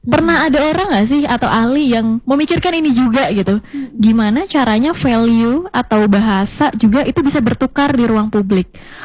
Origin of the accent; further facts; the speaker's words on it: Central Kalimantan, Indonesia; Kita tuh orang Kalimantan Tengah tuh ternyata budayanya kaya banget loh.